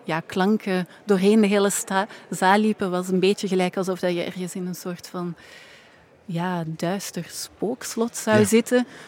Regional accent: Antwerp, Belgium; Ik kom natuurlijk uit Antwerpen, dus ik voel daar ook altijd een persoonlijke connectie mee.

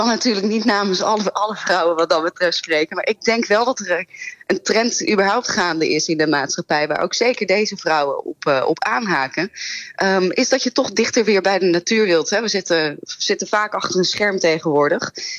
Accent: Gelderland, Netherlands; born or raised there

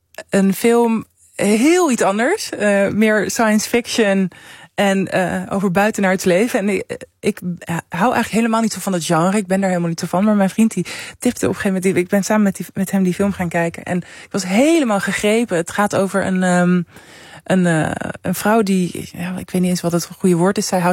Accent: Amsterdam, North Holland, Netherlands; born or raised there

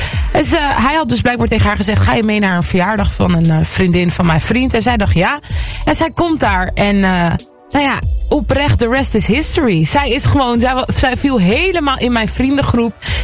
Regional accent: Amsterdam, North Holland, Netherlands; Ik kom ook uit Amsterdam.

